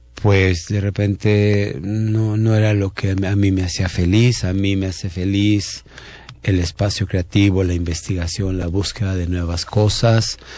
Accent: Mexico; yo me siento profundamente mexicano, no desde el nacionalismo de los 40, pero sí mexicano.

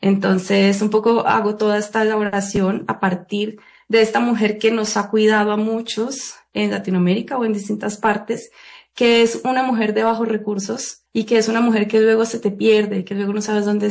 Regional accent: Cali, Valle del Cauca, Colombia; mi ciudad natal, que es Cali, está en el Pacífico colombiano. Entonces yo siempre estuve rodeada de la cultura afrocolombiana

